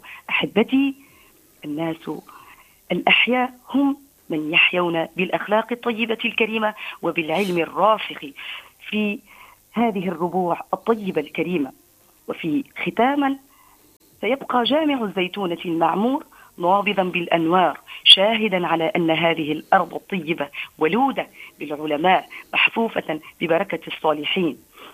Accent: Tunisia; بلادنا تونس

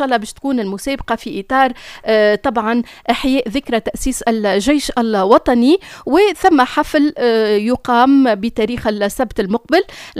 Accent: Tunisia; بلادنا تونس العزيزة علينا

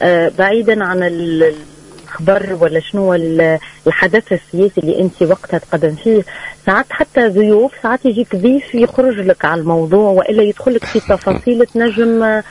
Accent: Tunisia; moved away; انا جايبتك تونسية وفي بلاد غربة في بلاد اخر

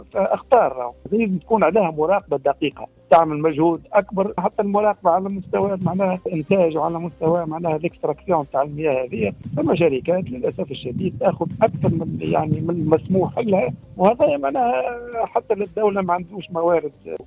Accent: Kalâa Kebira, Sousse Governorate, Tunisia; في مدينتي يعني في القلعة الكبيرة

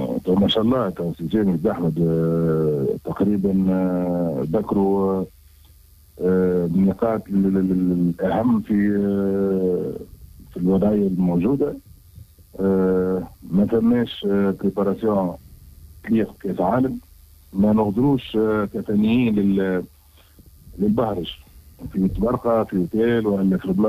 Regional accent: Tunisia; عندنا في تونس

